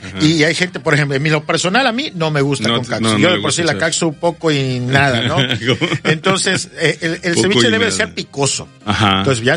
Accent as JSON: {"language": "Spanish", "town": "Alvarado", "region": "Veracruz", "country": "Mexico"}